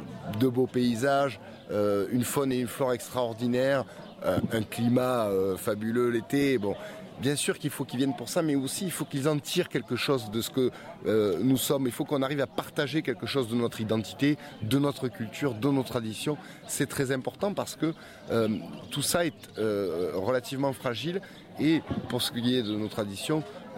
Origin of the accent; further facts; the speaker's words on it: Vauvert, Occitanie, France; je suis un enfant du pays, comme on dit, donc enraciné, fier de mes racines vauverdoises et camarguaises. Donc j'ai ce territoire-là, je ne le quitterai jamais.